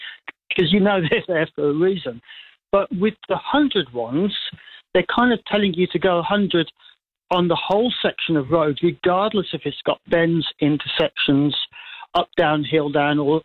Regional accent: England, United Kingdom; moved away; Yeah, well, I mean, look, I've been here like 25 years. I came from England, but in Europe, they are on fast roads

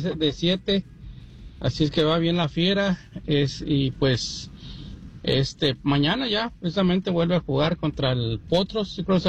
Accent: León, Guanajuato, Mexico; yo creo que amerita que se venten esa de mi tierra León, Guanajuato, con la armónica.

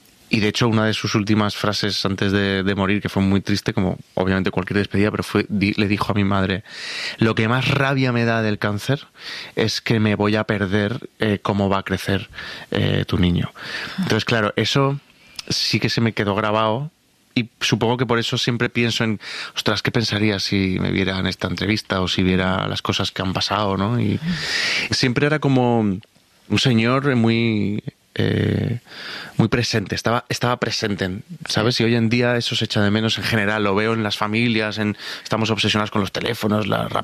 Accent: Málaga, Andalusia, Spain; born there; moved away; yo nací en Málaga, frente al mar

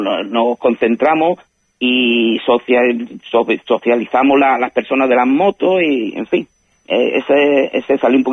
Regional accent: Ceuta, Spain; lo que somos los españoles ceutíes

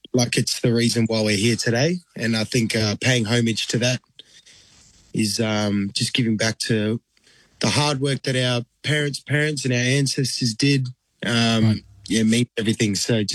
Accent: Perth, Western Australia, Australia; We're born and bred in Perth, but our roots lie in Aotearoa

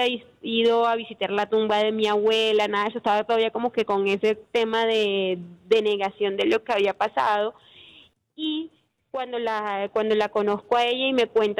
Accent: Colombia; la idea también es que nosotros como colombianos entendamos el valor de esas cosas que nos hacen únicos

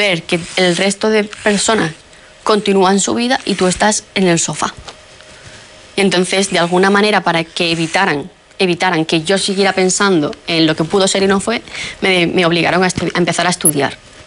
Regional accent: Andalusia, Spain; y allí en Andalucía, que nosotros somos de Andalucía, se ha hecho una orden

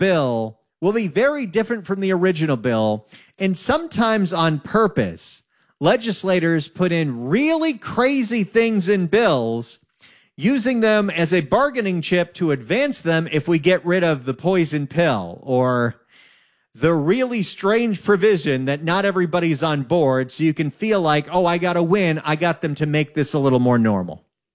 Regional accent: California, United States; I'm born and raised in California. I was 9 when the Northridge earthquake happened.

